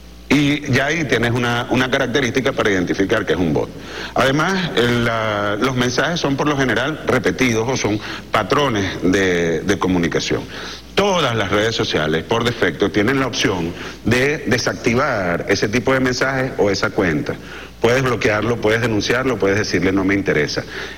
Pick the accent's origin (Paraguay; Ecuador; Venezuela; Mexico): Venezuela; lo que debemos hacer es valorarnos como venezolanos y reconocernos los unos a los otros, con nuestras virtudes y nuestros defectos.